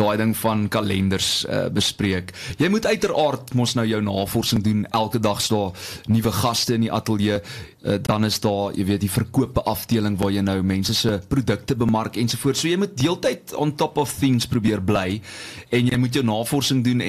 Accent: Standerton, Mpumalanga, South Africa; ek kom van Standerton af in die platteland.

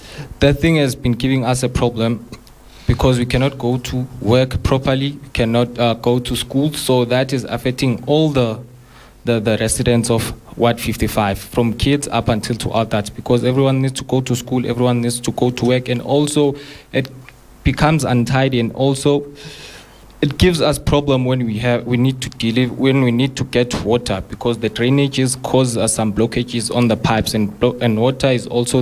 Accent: Durban, KwaZulu-Natal, South Africa; moved away as an adult; now in Johannesburg, South Africa; I grew up in KZN in Durban, and I started being a Johannesburg resident here in Region F in 2022.

